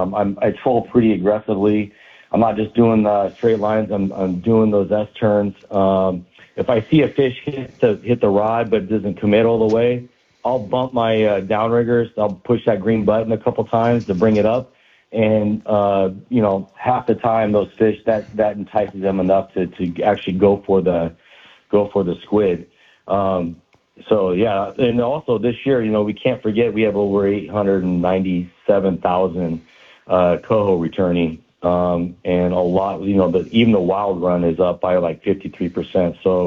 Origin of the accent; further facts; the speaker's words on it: Eatonville, Washington, United States; I grew up on Henley Silver Lake in Eatonville.